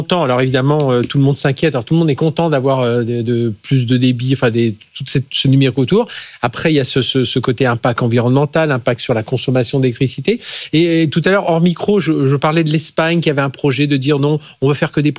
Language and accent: French; Brittany, France; Alors, moi, je suis breton